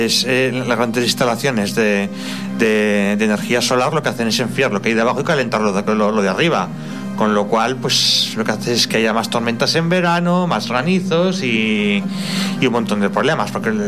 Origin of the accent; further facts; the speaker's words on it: Aragon, Spain; En mi pueblo iban a poner un parque eólico, pero al final no nos libramos, pero como está la laguna de Gallo Canta al lado